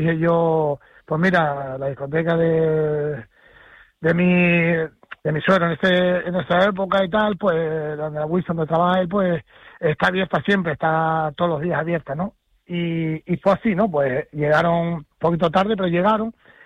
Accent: Canary Islands, Spain; Son como, pues, como nosotros, ¿no? Los andaluces siempre he dicho que son como los canarios

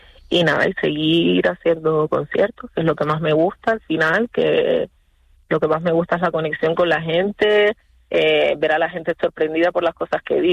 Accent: Canary Islands, Spain; siendo canario, canaria, habiendo nacido y vivido aquí toda mi vida

